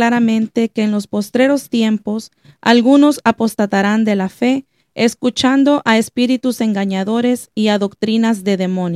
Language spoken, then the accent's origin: Spanish; El Salvador; Yo soy de El Salvador